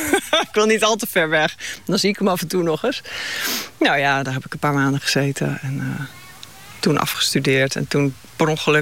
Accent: Leeuwarden, Friesland, Netherlands; also born or lived in Huizum; Leeuwarden. Leeuwarden. Geboren echt toch in Huzum.

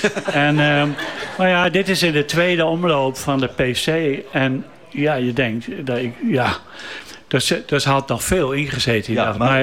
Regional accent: Groningen, Netherlands; now in Witmarsum, Netherlands; In het dorp... ik ben daar gekomen vanuit Groningen. En er werd in Witmarsum alleen maar gekaatst.

